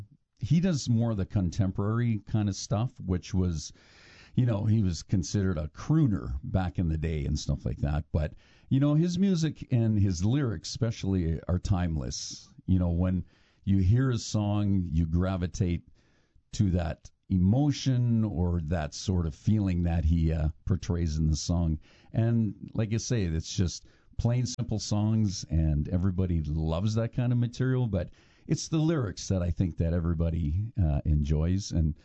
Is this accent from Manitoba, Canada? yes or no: yes; Portage la Prairie, Manitoba, Canada; born there; moved away; also born or lived in Alberta; when I used to live in Portage la Prairie, because I'm actually from Portage la Prairie